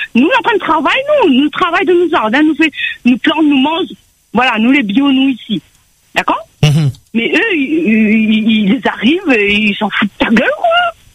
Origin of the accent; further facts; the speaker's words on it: Réunion; Je suis né ici, j'habite ici, je suis mon lombo est enterré là, quoi.